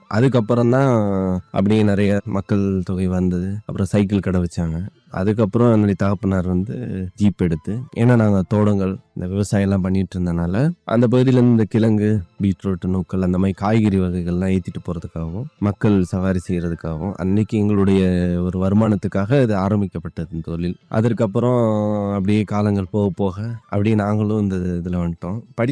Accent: Kodaikanal, Tamil Nadu, India; நான் பிறந்து வளர்ந்தது எல்லாமே கொடைக்கானல் தான்.

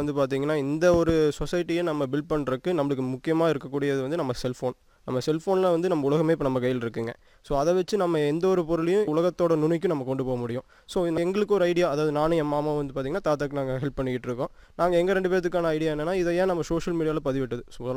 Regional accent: Mulanur, Tamil Nadu, India; born there; குழந்தையிலிருந்தே எங்கள் சொந்த ஊர் மூலனூர். ஆனால் நான் வந்து இங்கே தாத்தா வீட்டில் தான் வளர்ந்தேன்.

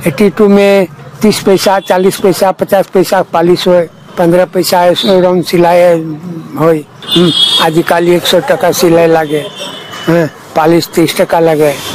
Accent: Samastipur, Bihar, India; now in Guwahati, India; Samastipur.

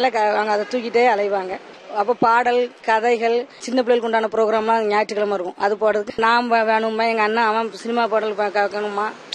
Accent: Kolacheripattinam, India; பழங்குட்டை. எனக்கு என்னுடைய சொந்த ஊர் கொலசேரிப்பட்டினம்.

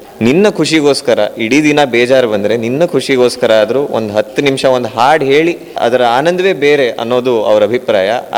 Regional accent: Yellapur, Karnataka, India; born there; also born or lived in Bengaluru / Manchikeri; ನಾನು ಯಲ್ಲಾಪುರದಲ್ಲೇ ಹುಟ್ಟಿ ಬೆಳೆದವನು, ಅಂದರೆ ಬೆಂಗಳೂರಲ್ಲಿದ್ದೆ.

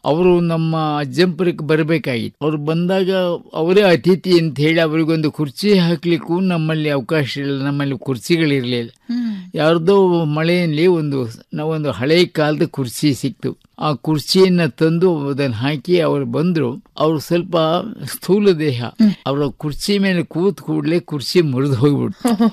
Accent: Karnataka, India; born there; ಜಂಪುರ ಅಂತ ಇದೆ ನಮ್ಮ ಊರಿಗೆ ಹತ್ತಿರ ಒಂದು ಸಣ್ಣ ಪಟ್ಟಣ.

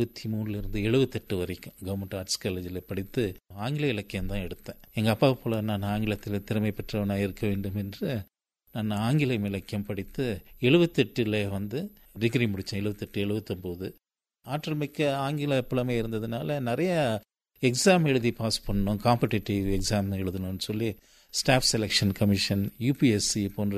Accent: Lovedale, Tamil Nadu, India; உலக பிரசித்தி பெற்ற ஸ்கூல் அது. அப்பேற்பட்ட இடத்திலே நான் பிறந்து வளர்ந்து

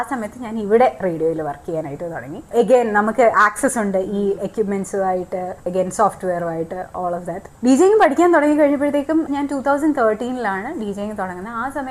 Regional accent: Dubai, United Arab Emirates; ഞാൻ ദുബായിലാണ് പഠിച്ചത് വളർന്നതൊക്കെ.

